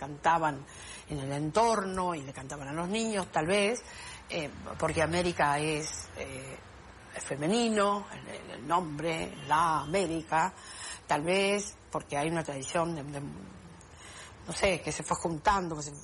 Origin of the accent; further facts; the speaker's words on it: Corrientes, Argentina; soy correntina, tengo 61 años.